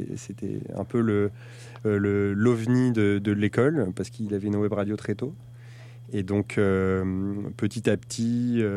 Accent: Metz, Grand Est, France; also born or lived in Soissons / Saint-Quentin; Dans le nord de la France. Et ensuite, j'ai bougé à Metz. Et c'est là où j'ai fait mon enfance et mon adolescence.

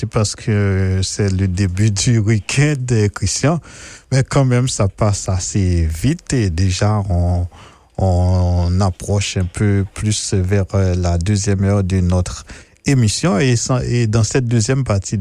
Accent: Haiti; Chez moi, en Haïti

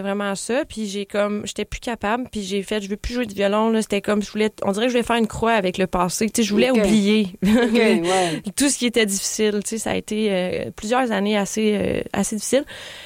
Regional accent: Canada; on était 4 filles canadiennes

